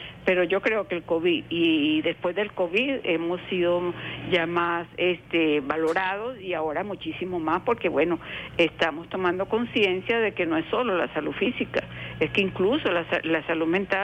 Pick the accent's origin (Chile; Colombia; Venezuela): Venezuela; nuestra identidad como venezolanos